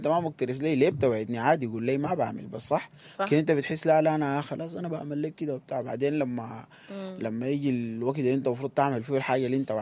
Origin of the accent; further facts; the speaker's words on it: Sudan; moved away; احنا كشعب سوداني ومجتمع